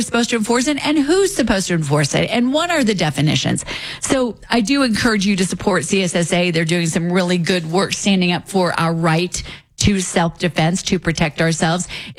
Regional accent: Colorado, United States; I grew up here in Colorado on Lowry Air Force Base. I had temporary insanity and I went to Los Angeles and was an actor.

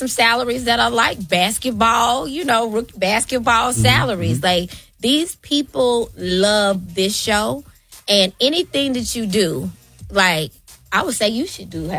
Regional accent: Memphis, Tennessee, United States; Yeah, and then I'm from Memphis. Like we're like, you know, no nonsense.

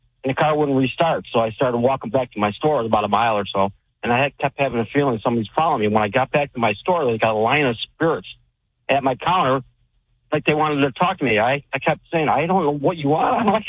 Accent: New York, United States; now in Maui, United States; I'm calling from Maui, Hawaii.

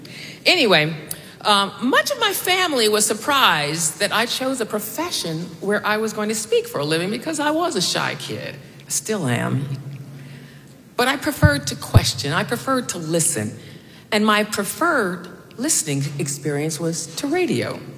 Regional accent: Salisbury, North Carolina, United States; in my hometown of Salisbury, North Carolina.

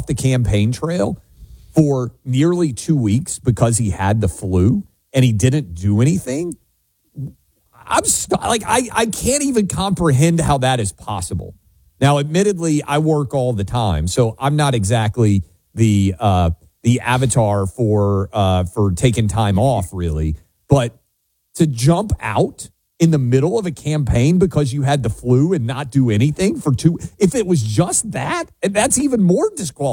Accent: Tennessee, United States; You can play in my home state of Tennessee.

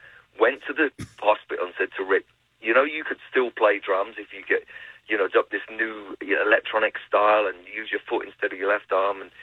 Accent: London, United Kingdom; I grew up in, I'm from London, so I grew up listening

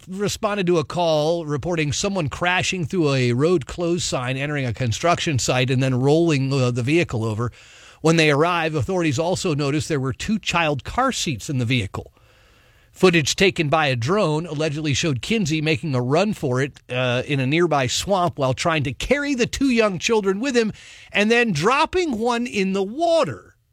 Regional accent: Lakeland, Florida, United States; my hometown, Lakeland, Florida.

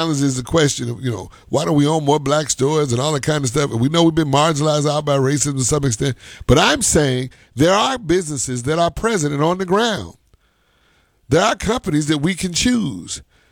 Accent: United States; Well, listen, I'm an American. And for a long time, I was a consumer.

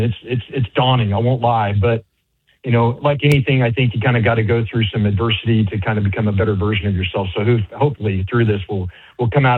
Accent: California, United States; just young kid growing up in Southern California

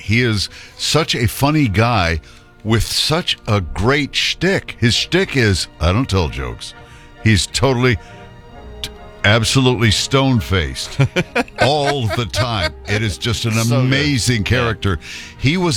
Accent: Detroit, Michigan, United States; born there; So where were you born? I was born in Detroit, where they don't sell any tickets for my show.

